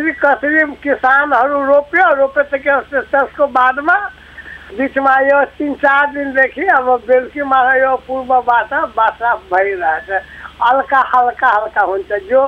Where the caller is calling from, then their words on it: Jaleshwar, Madhesh Province, Nepal; महोत्तरी जिल्ला जलेश्वर बाह्रबाट बोल्दैछु।